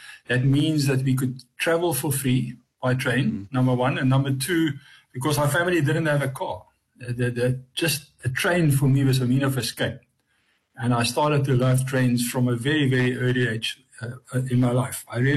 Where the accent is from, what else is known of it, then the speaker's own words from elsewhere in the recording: Durban, KwaZulu-Natal, South Africa; not a small town, I grew up in Montclair in Durban, but it was a railway village within Durban, and not many people from there actually went to university.